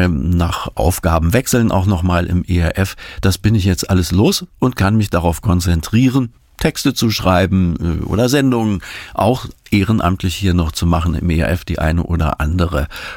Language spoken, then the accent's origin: German; Berlin, Germany; also born or lived in Thuringia; now in Wetzlar, Germany; ich bin und werde immer im Herzen Berliner bleiben. Denn ich bin in West-Berlin geboren, dort aufgewachsen